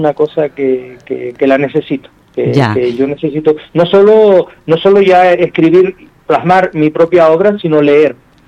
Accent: Juncalillo, Canary Islands, Spain; haber nacido en estas montañas sagradas de Gran Canaria, ser el último habitante nacido dentro de mi pueblo, parido por mujer, que eso es mérito de mi madre, obviamente, en esta tierra, pues, que es Juncalillo, pues a mí eso me ha marcado mucho.

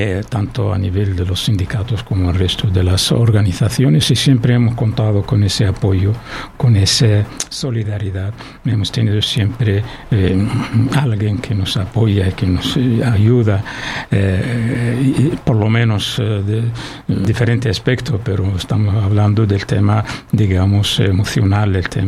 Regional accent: Western Sahara; now in Canary Islands, Spain

